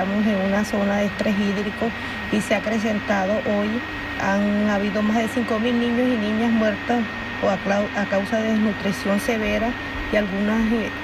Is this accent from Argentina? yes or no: no; La Guajira, Colombia; yo vengo de la Guajira, Colombia.